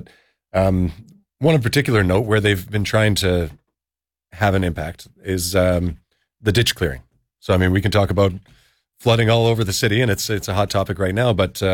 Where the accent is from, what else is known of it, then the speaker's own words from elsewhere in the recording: Ottawa, Ontario, Canada; I grew up in Haringate. I've, you know, single mother on welfare.